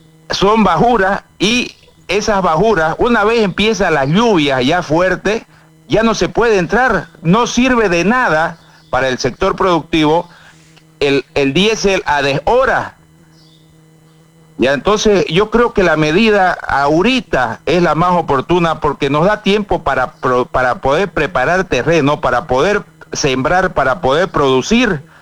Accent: Bolivia; para que ojalá que podamos tener todas las opciones para poder seguir creciendo como bolivianos y revertir lo que ha estado pasando en los últimos años.

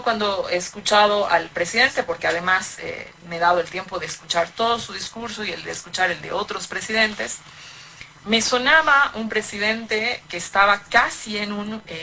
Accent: Bolivia

